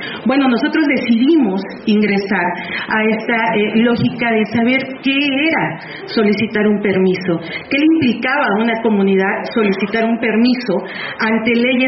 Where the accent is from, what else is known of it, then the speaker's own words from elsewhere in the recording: Amecameca, State of Mexico, Mexico; Yo vengo de Amecameca, el Estado de México, de La Voladora Radio.